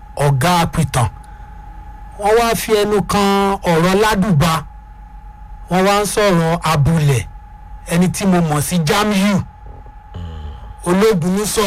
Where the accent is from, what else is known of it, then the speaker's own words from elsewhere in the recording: Ilorin, Kwara, Nigeria; mo wa lati ilu Ilorin ni adugbo ti won pe ni Gakanbi